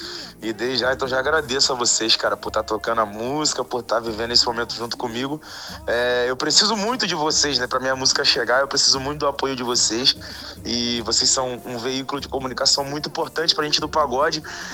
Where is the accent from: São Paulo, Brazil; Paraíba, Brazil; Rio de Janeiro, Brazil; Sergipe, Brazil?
Rio de Janeiro, Brazil; Eu sou daqui do Rio de Janeiro, eu sou do subúrbio do Rio